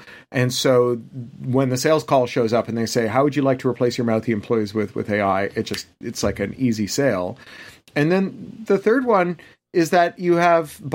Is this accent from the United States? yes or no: no; Canada; I'm also Canadian, like all the best Americans.